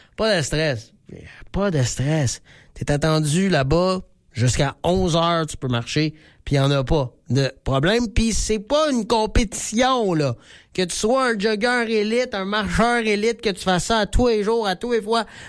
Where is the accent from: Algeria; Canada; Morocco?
Canada; Quebec; chez nous, en Beauce, ici, à Sainte-Marie.